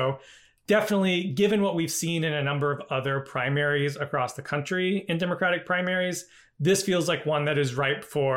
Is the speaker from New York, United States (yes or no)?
no; North Carolina, United States; my home state of North Carolina.